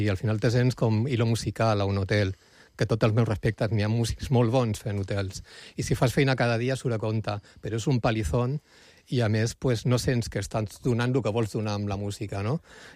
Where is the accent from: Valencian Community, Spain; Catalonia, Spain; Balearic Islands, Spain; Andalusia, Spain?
Catalonia, Spain; Barcelona; moved away as an adult; Jo quan vaig arribar a l'illa, jo sóc de Barcelona, porto aquí 15 anys, n'hi havia més puestos que ara.